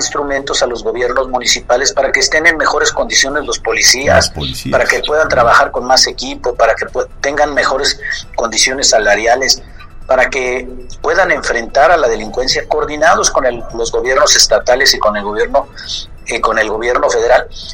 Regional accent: Mexico; somos todos los mexicanos

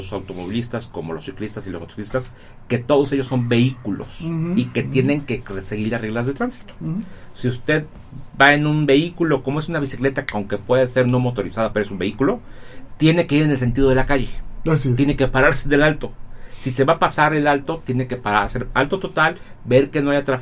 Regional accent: Mexico; así vivimos en un promedio como mexicanos.

